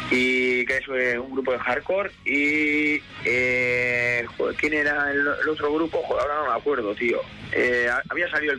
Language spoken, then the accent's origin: Spanish; Guernica, Basque Country, Spain; Yo no soy natural de Vergara tampoco, soy de Guernica, aquí un pueblo de Vizcaya.